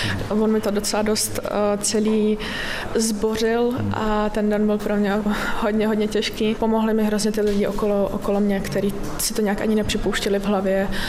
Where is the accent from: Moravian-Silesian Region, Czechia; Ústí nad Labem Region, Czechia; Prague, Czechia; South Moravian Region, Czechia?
Prague, Czechia; also born or lived in Russia; A bydlím jako v první vesnici, tak nějak za Prahou, ale každý den dojíždím do Prahy, takže jsem z Prahy.